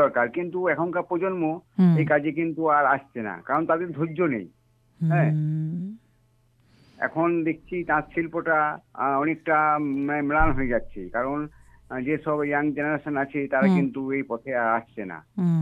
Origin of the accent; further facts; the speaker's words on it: Tantipara, West Bengal, India; আমি বীরভূমে থাকি, তাঁতিপাড়া আমার গ্রামটার নাম।